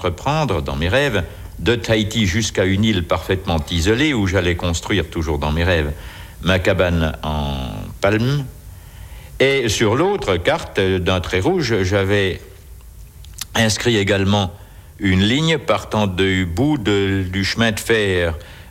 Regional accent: Lons-le-Saunier, Bourgogne-Franche-Comté, France; j'avais 15 ans, j'avais une mansarde dans la maison de mon père, à Lons-le-Saunier, dans le Jura. Je suis jurassien, je suis franc-comtois.

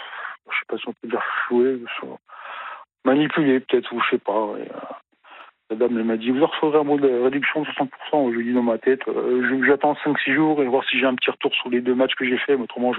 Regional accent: Grand Est, France; Non, mais comme je suis lorrain, vosgien d'origine

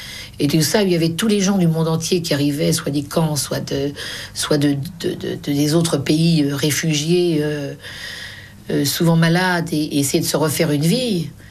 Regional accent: Paris, Île-de-France, France; Je venais de Belleville, du café de mon père.

